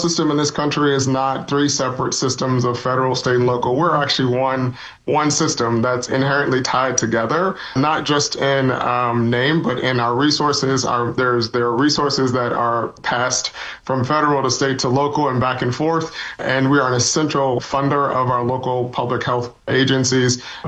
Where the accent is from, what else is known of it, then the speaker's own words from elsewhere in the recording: Richmond, Virginia, United States; Certainly being a young kid growing up in Richmond, Virginia, and just seeing firsthand in my own family and those that I went to school with, the differences in health outcomes